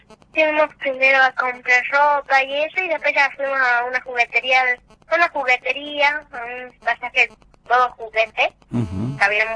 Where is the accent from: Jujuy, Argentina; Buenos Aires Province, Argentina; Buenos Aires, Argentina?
Jujuy, Argentina; Abrapampa; born there; also born or lived in La Quiaca, Argentina; nací en La Quiaca, pero yo vivo acá en Abrapampa, en Argentina, que me gusta más y me representa como abrapampeña.